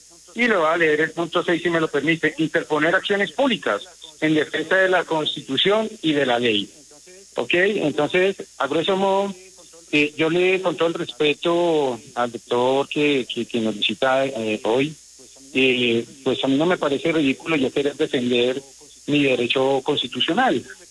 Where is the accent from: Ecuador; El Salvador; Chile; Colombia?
Colombia; O sea, yo como colombiano